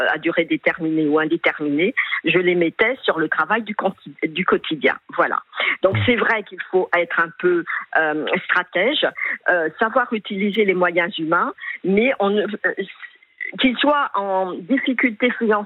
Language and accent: French; Île-de-France, France; j'ai fait la province comme Paris, comme l'Île-de-France, puisque je suis des Hauts-de-Seine